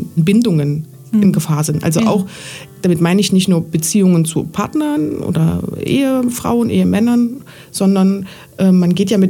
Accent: Germany; born there; Ich bin noch in der DDR geboren, ja.

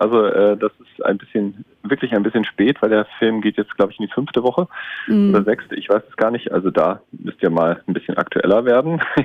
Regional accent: Northern Germany, Germany; moved away; ich komme ursprünglich aus dem Norden, ich kenne sowas.

